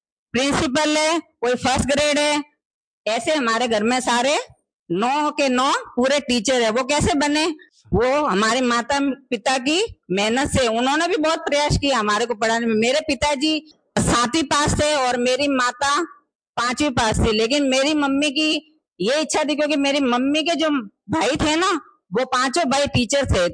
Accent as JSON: {"language": "Hindi", "town": "Rohida", "region": "Rajasthan", "country": "India", "tie": "born or raised there", "said": "मैं भी गांव में पली बड़ी हूँ। मेरा जन्म भी रोहिड़ा गांव में हुआ था जो सिरोही डिस्ट्रिक्ट में है। और मैं, मेरे माता पिता के हम 6 संतान थे, उसमें हम 3 भाई और 3 बहने"}